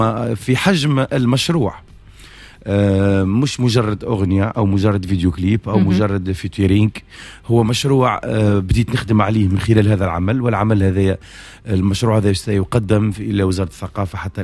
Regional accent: Tunisia; بلادي تونس

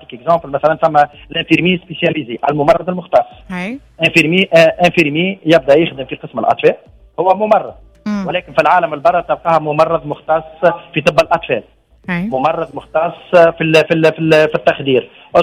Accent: Tunisia; احنا توا اللي ماستر عندنا برشا عندنا في تونس 100 دكتوراه

